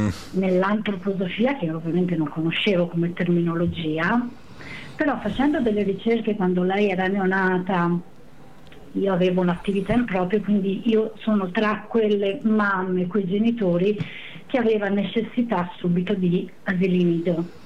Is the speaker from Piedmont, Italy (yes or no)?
no; Tuscany, Italy; moved away as an adult; now in Ferrara, Italy; io non sono ferrarese, io vengo dalla Toscana, della provincia di Pistoia. E lì dove vivevo, dove sono diventata mamma e dove avevo l'attività